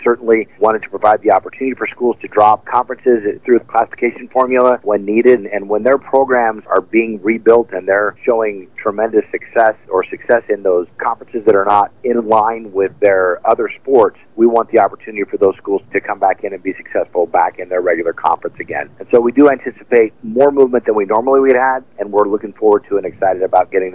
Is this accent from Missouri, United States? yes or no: no; Arizona, United States; also born or lived in Indiana; We're originally from Indiana. We moved here when I was a kid and went to elementary school and middle school and high school here in Arizona.